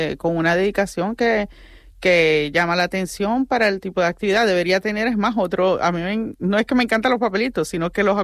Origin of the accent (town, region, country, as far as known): Venezuela; moved away as an adult; now in Canary Islands, Spain